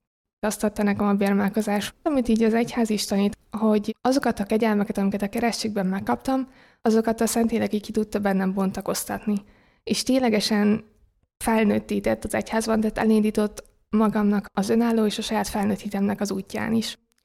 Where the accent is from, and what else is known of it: Kaposvár, Somogy, Hungary; born there; moved away as an adult; now in Budapest, Hungary